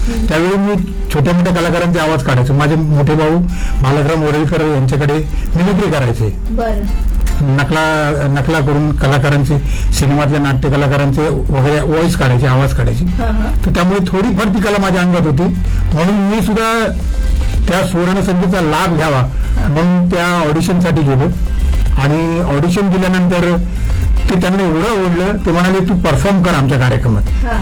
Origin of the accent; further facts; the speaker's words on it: Mumbai, Maharashtra, India; मी आधी मुंबईत राहायचो, वरील कोळीवाडा हे माझं गाव आणि कोळीवाडा म्हटलं की संपूर्ण कोळ्यांचं गाव होते